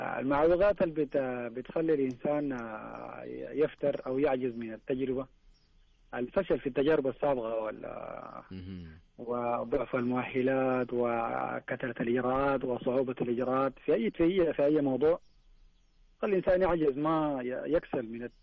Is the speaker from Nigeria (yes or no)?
no; Sudan; now in Riyadh, Saudi Arabia; من السودان إن شاء الله.